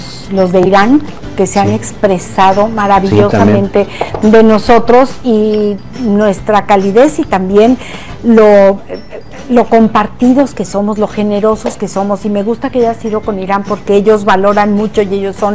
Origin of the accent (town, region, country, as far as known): Mexico